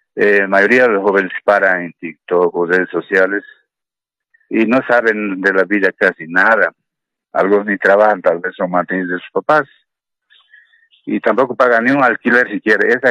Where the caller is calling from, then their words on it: Bolivia; 90% somos gente indígena, somos de Bolivia.